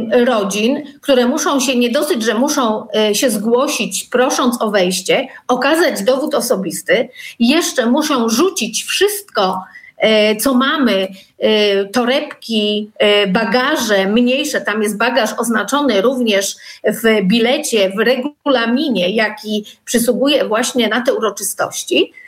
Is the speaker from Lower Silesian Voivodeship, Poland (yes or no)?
no; Poznań, Greater Poland Voivodeship, Poland; jestem poznanianką, jestem również wnuczką powstańców wielkopolskich.